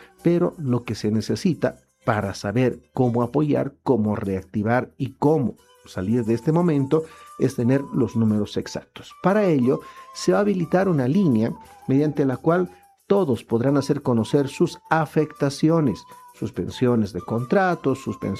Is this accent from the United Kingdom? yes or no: no; Bolivia; no solamente como bolivianos o querendones del arte y de la cultura, sino como bolivianos en general